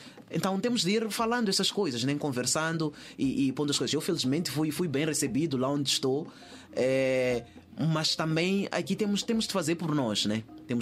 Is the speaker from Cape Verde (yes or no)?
no; Maputo, Maputo City, Mozambique; moved away; Eu nasci em Maputo, cresci entre os bairros Njavela, Zona Verde, T3. Ali é a minha malta, é o meu chão.